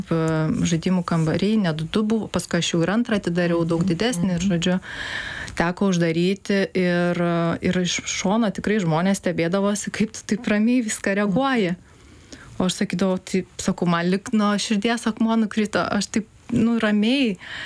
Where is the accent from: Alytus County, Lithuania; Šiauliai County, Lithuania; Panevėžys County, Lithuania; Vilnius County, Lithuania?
Panevėžys County, Lithuania; Panevėžys; Taip, aš iš Panevėžio.